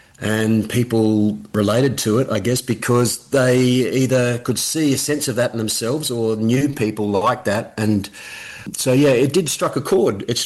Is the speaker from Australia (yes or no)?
yes; Adelaide, South Australia, Australia; But growing up in Adelaide, the surf is marginal, close by.